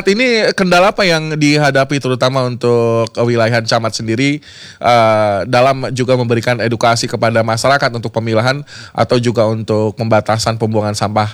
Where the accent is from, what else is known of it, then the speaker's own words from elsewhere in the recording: West Java, Indonesia; saya warga Ciganitri nih, RW 17 begitu ya.